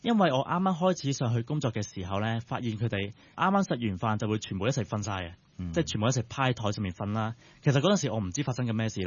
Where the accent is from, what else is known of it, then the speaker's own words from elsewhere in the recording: Hong Kong; 我身为一个香港人